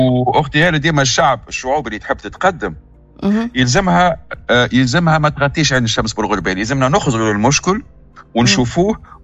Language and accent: Arabic; Tunisia; born there; أنت تونسية كيفي وتعرف، وإحنا كلنا ولدنا في تونس ونعرف عاداتنا وتقاليدنا